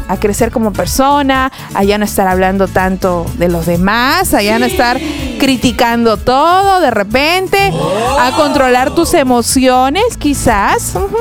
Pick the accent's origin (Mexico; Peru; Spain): Peru; Pisco, Ica; now in Lima, Peru; mi tierra hermosa de Pisco